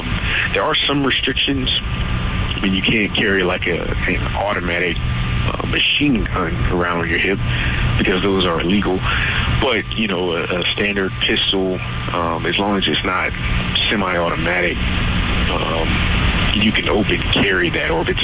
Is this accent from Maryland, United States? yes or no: no; Chesapeake, Virginia, United States; also born or lived in Portsmouth, Virginia; I'm born and raised, actually I was born in Portsmouth, but raised in Chesapeake. I graduated from Indian River High School.